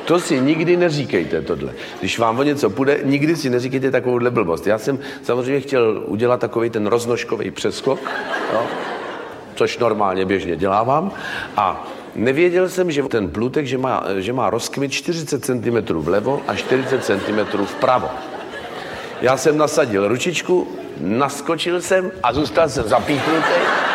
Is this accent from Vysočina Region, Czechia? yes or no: yes; Třebíč, Vysočina Region, Czechia; kterou jsme jeli po Třebíči po mém rodném městě